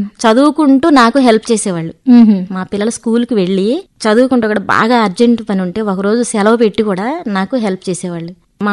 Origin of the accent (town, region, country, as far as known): Kondapalli, Andhra Pradesh, India; born there